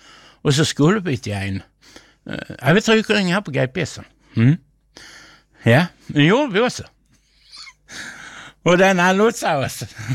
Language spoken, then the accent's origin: Swedish; Skåne, Sweden; accent: Scanian (skånska); Han var rätt så irriterad för han förstod inte min skånska